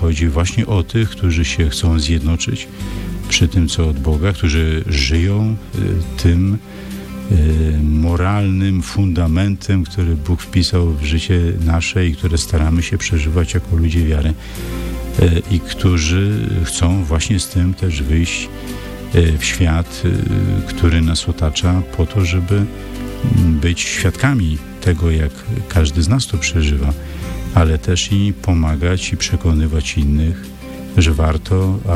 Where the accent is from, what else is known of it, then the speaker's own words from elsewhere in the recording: Radom, Masovian Voivodeship, Poland; u nas w Radomiu